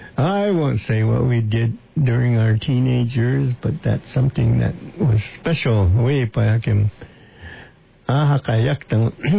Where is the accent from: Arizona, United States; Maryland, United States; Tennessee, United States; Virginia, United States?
Arizona, United States; Yantukyovi; Yantukyovi, that's my hometown, Yantukyovi.